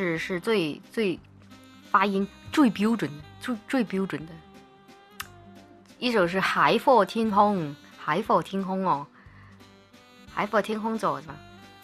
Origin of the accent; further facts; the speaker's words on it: Taiwan; 作为一个台湾人